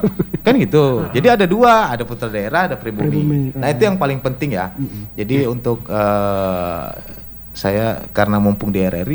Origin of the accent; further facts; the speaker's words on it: Sarawak, Malaysia; Saya anak Borneo.